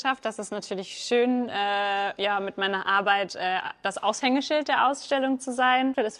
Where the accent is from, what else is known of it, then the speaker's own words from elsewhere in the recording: Bavaria, Germany; moved away as an adult; now in Essen, Germany; Ich bin in Franken aufgewachsen, bin aber seit 9 Jahren Essenerin, freiwillig hergezogen und bin auch im Ruhrgebiet hängen geblieben und lebe hier gerne.